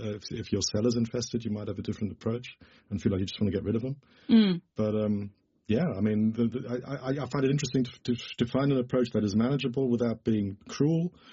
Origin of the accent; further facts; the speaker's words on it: Germany; because I grew up in Germany, so I was aware of these places.